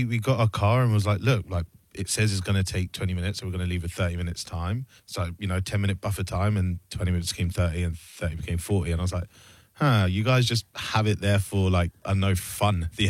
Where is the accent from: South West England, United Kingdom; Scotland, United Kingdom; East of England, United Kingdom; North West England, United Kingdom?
East of England, United Kingdom; Luton